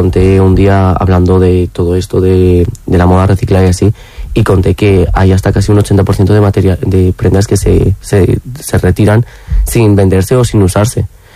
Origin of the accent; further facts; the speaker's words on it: a village in Burgos province, Castile and León, Spain; a mí venir a Burgos y que me reconozcan que soy del pueblo me encantaría